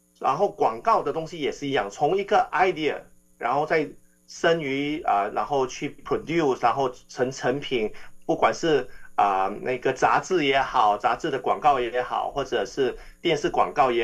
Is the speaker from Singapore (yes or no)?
yes; Singapore; 我们新加坡人